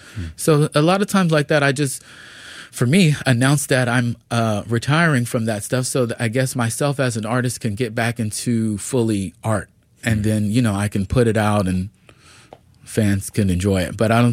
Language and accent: English; Atlanta, Georgia, United States; I'm from Atlanta, Georgia. Like, I've seen this forever.